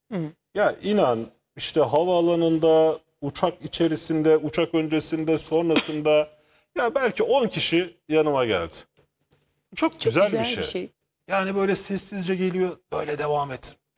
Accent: Ankara, Turkey; Ben bir gecekondu çocuğuyum. Ben Ankara'da bir gecekonduda doğdum. Gecekonduda büyüdük.

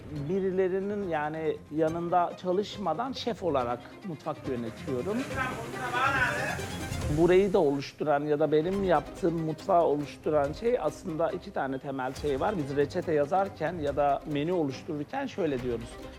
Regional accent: Ağrı Province, Turkey; 1984 Ağrı doğumluyum. Ağrı çok yapısı itibariyle soğuk ve küçük bir ilimiz. Kalabalık bir ailede büyüdüm.

